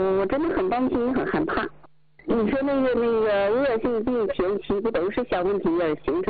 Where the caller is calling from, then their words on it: Shenyang, Liaoning, China; 今年64岁了。